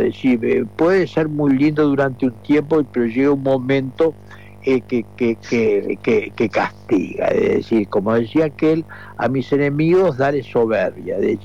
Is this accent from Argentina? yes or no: no; Spain; seguro yo soy entre navarro y vasco